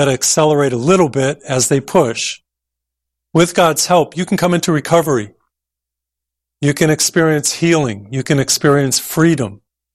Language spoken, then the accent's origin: English; Massachusetts, United States; born or raised there